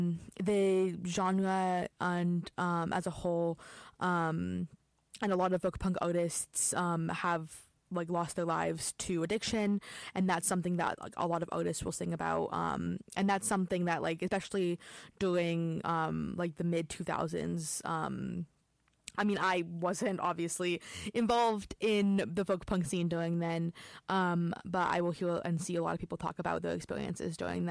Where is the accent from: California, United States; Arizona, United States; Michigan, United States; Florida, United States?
California, United States; Santa Cruz; my hometown in California, Santa Cruz